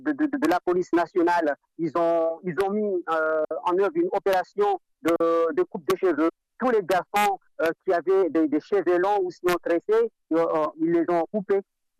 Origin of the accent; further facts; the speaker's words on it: Mohéli, Comoros; born there; moi je suis né à Mouéli, mais j'ai un cousin qui habite à Mayotte